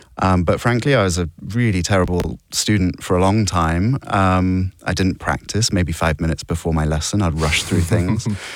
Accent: Guernsey; First of all, I was lucky growing up in Guernsey, where music and music education is strong.

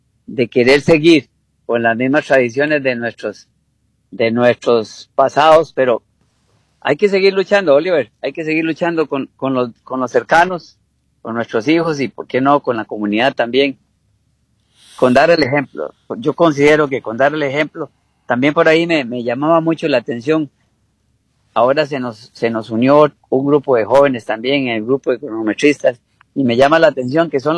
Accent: Tilarán, Guanacaste, Costa Rica

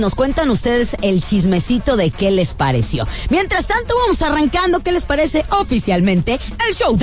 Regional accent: Guadalajara, Jalisco, Mexico; este par de queens las importaron desde la Ciudad de las Rosas, desde la Perla Tapatía, y somos orgullosamente mexicanas.

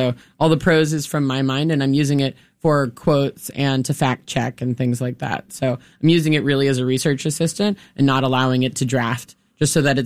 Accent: Texas, United States; born there; I know. I was born in Texas.

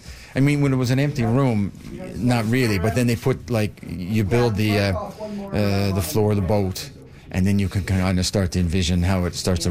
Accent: Newfoundland and Labrador, Canada; I grew up in Newfoundland, and my uncle's father-in-law was a master dory builder.

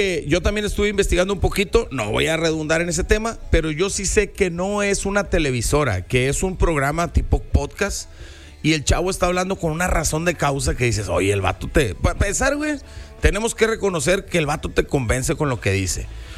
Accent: Monterrey, Nuevo León, Mexico; nosotros los regiomontanos

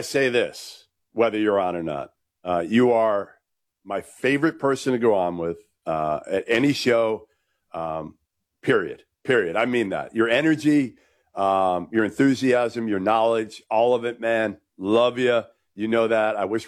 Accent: Boston, Massachusetts, United States; growing up in Boston

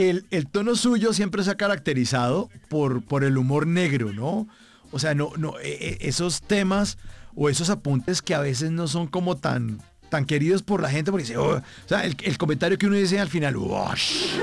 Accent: Bogotá, Bogotá Capital District, Colombia; a pesar de ser de Bogotá

